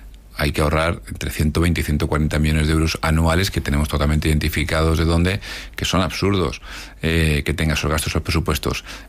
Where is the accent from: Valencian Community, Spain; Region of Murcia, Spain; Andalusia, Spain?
Valencian Community, Spain; Cox; pues no, soy de Alicante, de Cox, ahí de la Vega Baja